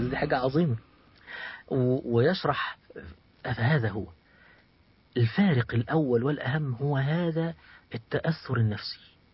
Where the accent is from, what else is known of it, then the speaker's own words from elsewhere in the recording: Egypt; عندنا في مصر المثل يقول لك كده